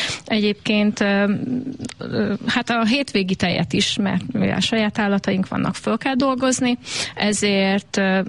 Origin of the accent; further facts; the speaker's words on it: Zalkod, Borsod-Abaúj-Zemplén, Hungary; moved away as an adult; now in Balsa, Hungary; én erre nagyon-nagyon büszke vagyok, hogy balsai vagyok, és balsai lettem, és arra is büszke vagyok, hogy én a Tisza túloldaláról, a Bodrog közszívéből, a Zalkodról kerültem ide.